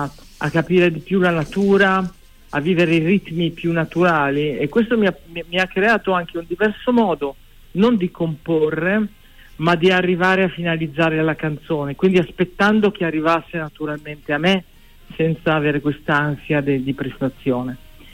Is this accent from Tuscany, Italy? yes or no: no; Milan, Lombardy, Italy; Io sono originario di Milano.